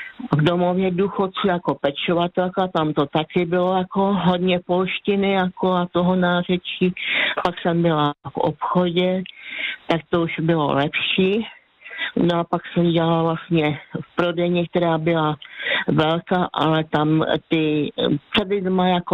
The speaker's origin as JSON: {"language": "Czech", "region": "Váh valley", "country": "Slovakia", "second_language": "Czech", "moved": "yes", "lives_now": "Czech Republic", "said": "No, protože prostě já jsem z Vážska, tam je zase jiná řeči"}